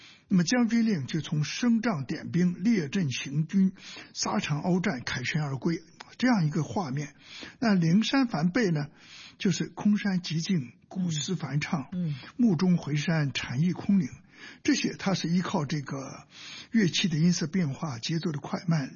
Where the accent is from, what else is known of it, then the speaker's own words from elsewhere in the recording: Hong Kong; 但我们香港人喜欢这么说交响化，台湾人也喜欢交响化